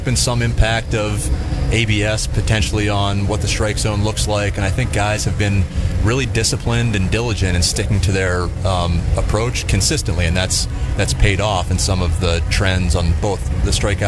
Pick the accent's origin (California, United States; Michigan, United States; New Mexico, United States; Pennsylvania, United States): Pennsylvania, United States; Well, I grew up in the Philadelphia suburbs, so it's great to be back and see family.